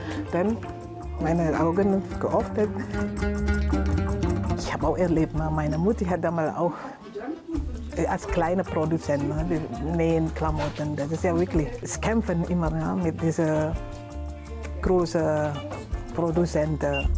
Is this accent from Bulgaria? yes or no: no; Dasilalai, Indonesia; now in Chemnitz, Germany; Ich bin in Dasilalai geboren. Ich komme ursprünglich aus Indonesien. Ich bin seit 2004 in Chemnitz